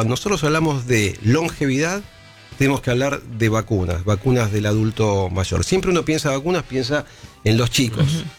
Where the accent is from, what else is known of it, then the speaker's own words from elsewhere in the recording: Argentina; somos argentinos